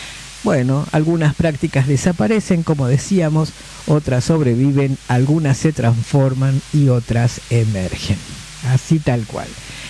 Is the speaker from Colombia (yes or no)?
no; Paraguay